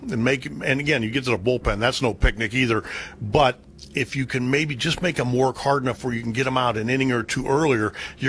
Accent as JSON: {"language": "English", "town": "Pittsburgh", "region": "Pennsylvania", "country": "United States", "tie": "born or raised there", "said": "I grew up in Pittsburgh."}